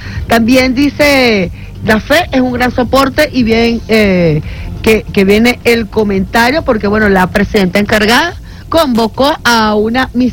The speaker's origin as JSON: {"language": "Spanish", "country": "Venezuela", "said": "somos venezolanos y venezolanas con guáramo"}